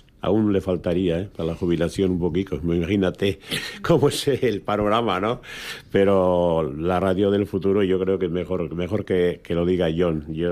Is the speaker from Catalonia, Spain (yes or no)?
no; Astiz, Navarre, Spain; now in Lecumberri, Spain; yo 5 kilómetros vine de mi pueblo Astiz a Lecumberri. Toda mi aventura fueron 5 kilómetros.